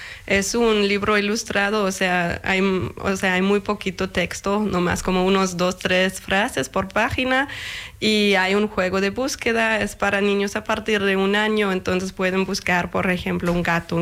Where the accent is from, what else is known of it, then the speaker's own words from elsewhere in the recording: Ulm, Baden-Württemberg, Germany; Spanish is a second language; now in Laupheim, Germany; Pues soy de Alemania, soy alemana. Aquí en Ulm crecí, vivía casi toda mi vida.